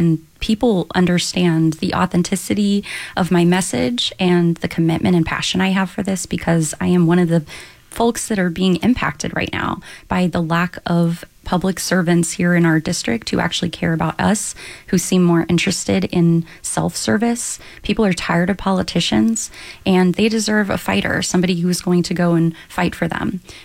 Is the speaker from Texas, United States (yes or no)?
yes; Corpus Christi, Texas, United States; born or raised there